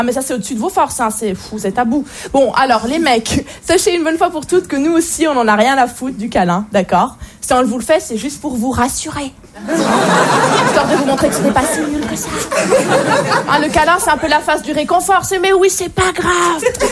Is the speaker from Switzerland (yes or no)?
yes; Switzerland; Alors oui, je viens de Suisse, mais je peux vous le dire ce soir, au fond de moi, j'ai toujours rêvé d'être arabe.